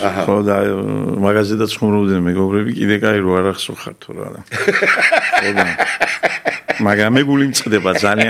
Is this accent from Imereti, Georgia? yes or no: yes; Kutaisi, Imereti, Georgia; moved away; ქუთაისში. საფიჩხეს გოგებაშვილის ქუჩაზე, ეხლა სამაგ სახლი იქ, ჩემი უსაყვარლესი ქალაქი და სადაც სკოლა დავამთავრე, იქ დავიბადე, იქ გავიზარდე.